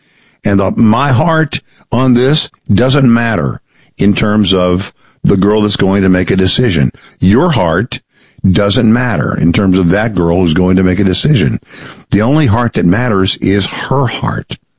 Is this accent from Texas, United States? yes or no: yes; Texas, United States; in my home state. The great state of Texas